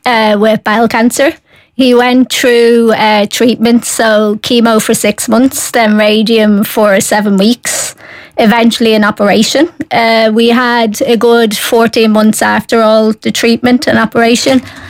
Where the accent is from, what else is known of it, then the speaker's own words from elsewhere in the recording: Wicklow, Leinster, Ireland; In Wicklow. Mm. So we're originally from Wicklow.